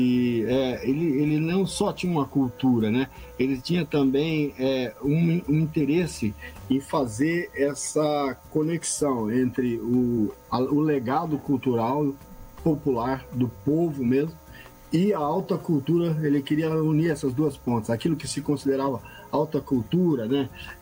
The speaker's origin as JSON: {"language": "Portuguese", "town": "Sumé", "region": "Paraíba", "country": "Brazil", "tie": "born or raised there", "said": "eu sou de Sumé. Eu nasci em Sumé, mas minha mãe registrou em Campina Grande."}